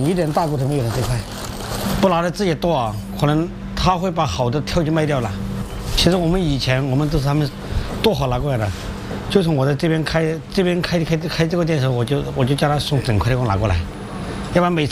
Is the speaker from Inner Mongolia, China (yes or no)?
no; Guizhou, China; moved away as an adult; now in Ningbo, China; 我是贵州人，91年到慈溪。